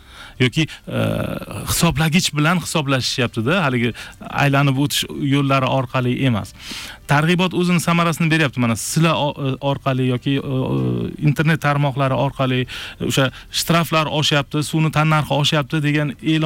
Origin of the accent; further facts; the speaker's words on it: Bukhara, Bukhara Region, Uzbekistan; men Buxoroda katta bo'lganman